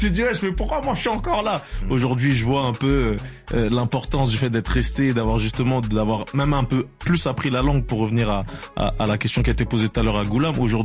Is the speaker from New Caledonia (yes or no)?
no; Comoros; Parce que moi, je viens des Comores, on se pose pas la question, nous